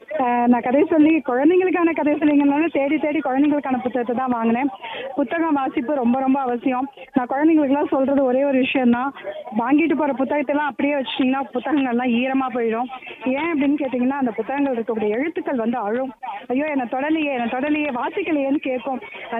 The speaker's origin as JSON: {"language": "Tamil", "town": "Erode", "region": "Tamil Nadu", "country": "India"}